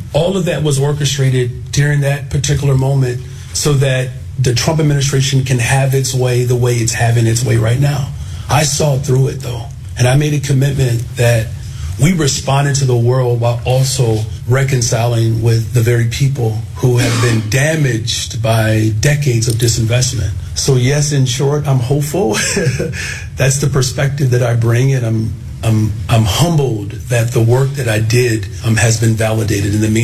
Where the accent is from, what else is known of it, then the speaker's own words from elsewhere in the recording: Chicago, Illinois, United States; as a Chicagoan, especially as a black Chicagoan, if that's the only coverage that you are experiencing